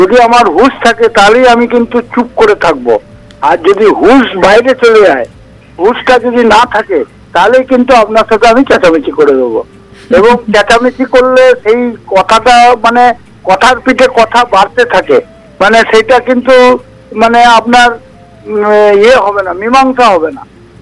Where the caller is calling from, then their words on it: Purba Bardhaman district, West Bengal, India; আমি পশ্চিমবঙ্গের পূর্ব বর্ধমান জেলার ভূতপুর থেকে